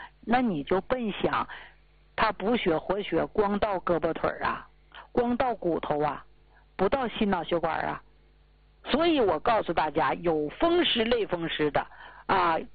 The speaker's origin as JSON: {"language": "Chinese", "region": "Northeast China", "country": "China", "said": "寒邪就是冷啊，咱们东北人不知道吗？大冬天冻得嘎巴嘎巴冷，在外边醒大鼻涕都能冻成柱来啊，那冰凉冰凉的，零下二三十度。"}